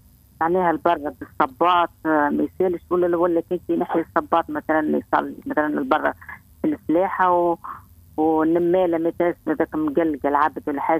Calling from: Sidi Bouzid, Tunisia; من سيدي بوسيد.

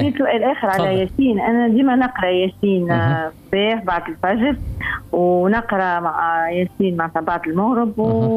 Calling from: Tunis, Tunis Governorate, Tunisia

